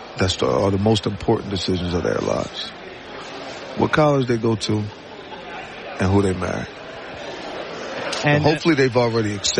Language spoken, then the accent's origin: English; Camden, New Jersey, United States; moved away; Like, I am from New Jersey, born and raised in Camden, New Jersey. That means everything to me